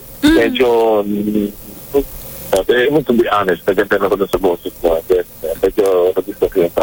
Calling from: Tandag, Caraga, Philippines; I'm from Tandag.

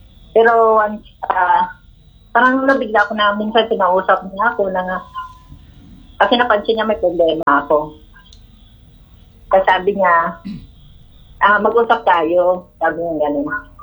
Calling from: Taguig, Metro Manila, Philippines; ng Taguig.

